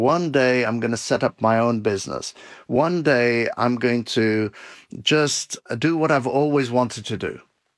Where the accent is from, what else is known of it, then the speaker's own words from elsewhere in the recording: Beirut, Beirut Governorate, Lebanon; And that was a big dream, because I was a kid growing up in Beirut, Lebanon. There was a civil war going on. I was 10 years old.